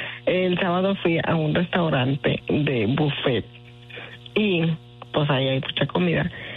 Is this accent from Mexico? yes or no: yes; Puebla, Mexico; now in United States; Soy de Puebla.